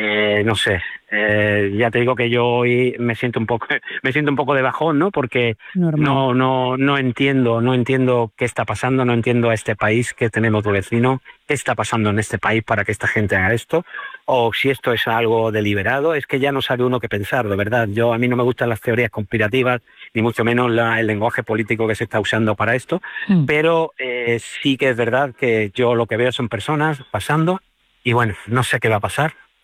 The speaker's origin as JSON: {"language": "Spanish", "region": "Ceuta", "country": "Spain", "tie": "born or raised there", "said": "una ciudad como Ceuta, que es una ciudad donde nos hemos criado los que somos ceutíes"}